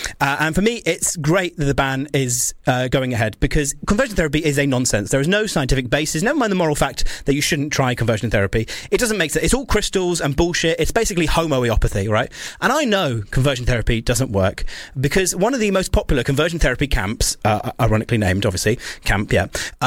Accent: South West England, United Kingdom; Dorset Council, one close to my heart, my Dorset Council, probably my hometown council, has voted to scrap free evening parking in favour of 24/7 charges.

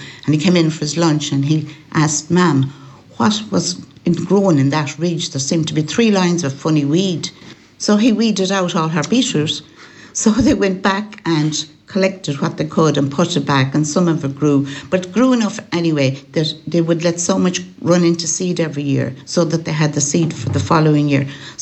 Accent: Bundara, Connacht, Ireland; also born or lived in Tuam; Yes, I'm a Galway girl. I was born in Tuam and I grew up in Bundara Hallina in County Galway, which actually is inside the border of Mayo.

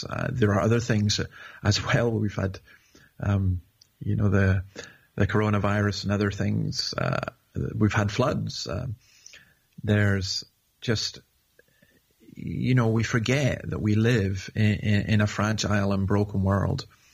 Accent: Scotland, United Kingdom; now in Australia; I'm from Scotland.

